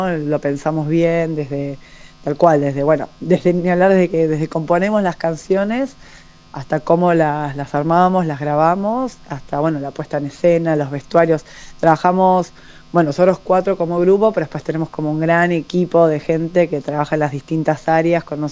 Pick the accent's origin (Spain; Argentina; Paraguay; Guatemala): Argentina; Buenos Aires metropolitan area; Somos de Buenos Aires, de distintos barrios de Capital y de Gran Buenos Aires. Pero sí, todos acá del AMBA, digamos.